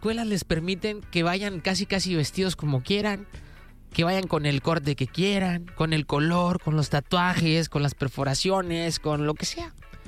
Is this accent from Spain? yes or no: no; Mexico